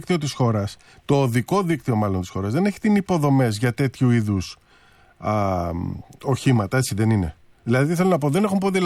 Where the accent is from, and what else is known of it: Greece